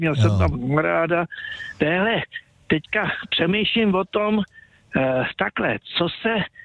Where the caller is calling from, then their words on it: Rychnov nad Kněžnou district, Hradec Králové Region, Czechia; Já jsem z Rychnovska tady.